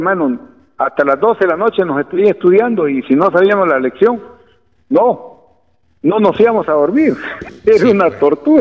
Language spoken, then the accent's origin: Spanish; San Cristóbal, Lambayeque, Peru; born there; Y bueno, yo nací en este hermoso lugar.